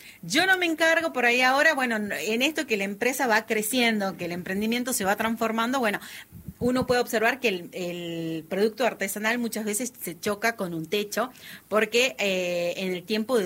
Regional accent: Salta, Argentina; una identidad salteña, que hable de nuestros orígenes, de las tradiciones de esta tierra

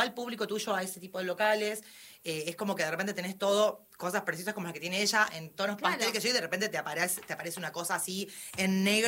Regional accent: Buenos Aires, Argentina; moved away; Yo soy de Buenos Aires, como comentaba antes, y me crié en la Bond Street

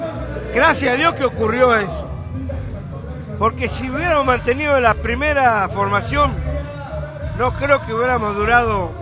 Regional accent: Ceres, Santa Fe, Argentina; Yo era de Ceres, soy de Ceres.

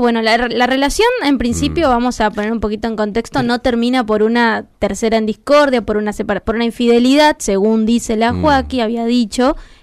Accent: Argentina; Para quienes somos de Argentina

